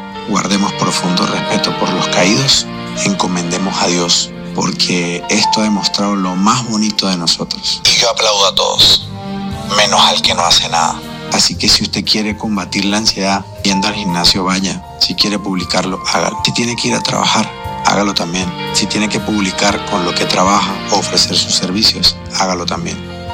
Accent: Venezuela

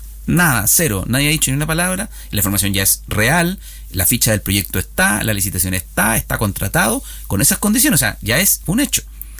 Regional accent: Maule, Chile; nosotros los maulinos, la gente cauquén y el Maule Sur principalmente

